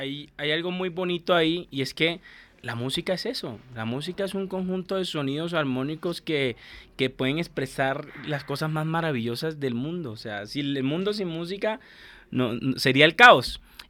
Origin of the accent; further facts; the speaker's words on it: Barranquilla, Atlántico, Colombia; yo soy barranquillero. Primero que todo, yo soy barranquillero, entonces yo vengo de la cultura de la música tropical, de salsa, del vallenato.